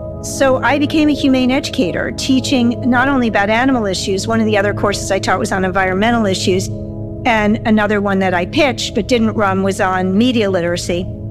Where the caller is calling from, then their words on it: Surry, Maine, United States; I am calling from Surrey, Maine, which is pretty near Acadia National Park in the United States.